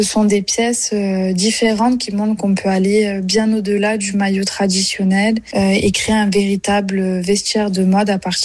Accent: Marseille, Provence-Alpes-Côte d'Azur, France; Mon lien avec l'OM est aussi très personnel. Il est lié à mon enfance à Marseille et à mon père qui m'a transmis cet amour du club.

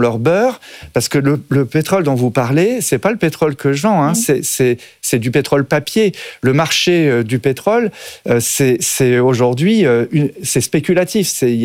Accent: Brittany, France; Moi, je suis breton, j'achète produits en Bretagne.

